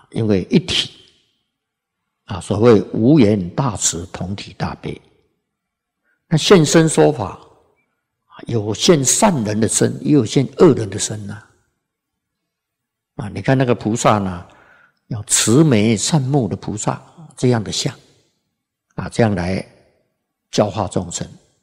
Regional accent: China; 这个我们中国人啊，近代的中国人啊，看到自己中国人，他不恭敬啊

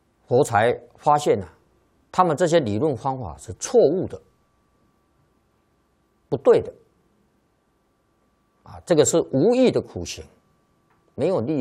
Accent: China; 那么这个依照我们中国人的算法了，算虚岁的

